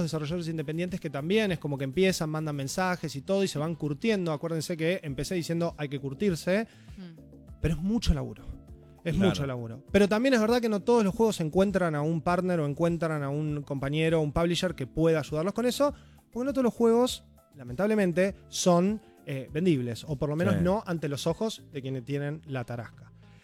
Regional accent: Argentina; ¿de dónde son ustedes? De Argentina.

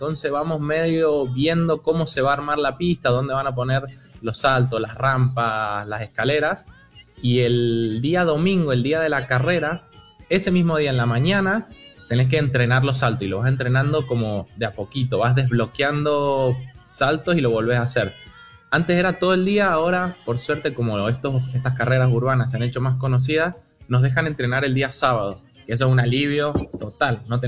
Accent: Luján de Cuyo, Mendoza, Argentina; Nací en Mendoza, acá cerquita en Luján de Cuyo.

